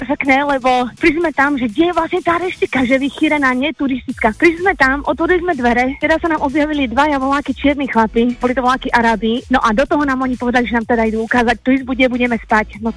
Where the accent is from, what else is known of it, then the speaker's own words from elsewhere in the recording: Žilina Region, Slovakia; Takže my sme babi z Liptova